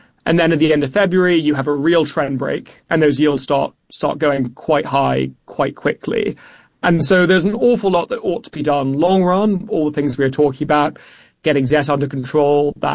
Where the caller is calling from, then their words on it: London, United Kingdom; who I'm calling in from London